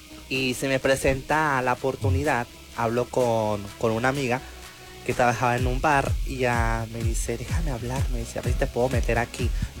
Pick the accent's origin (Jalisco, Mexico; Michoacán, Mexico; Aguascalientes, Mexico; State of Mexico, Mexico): Jalisco, Mexico; Tomatlán; also born or lived in Tepic, Nayarit; now in Bahía de Banderas, Mexico; Yo toda mi vida la viví en un pueblo. Yo soy del municipio, o sea, nací en Tepic, pero yo a los 6 años partí al municipio de Tomatlán y me crié en un pequeño pueblo.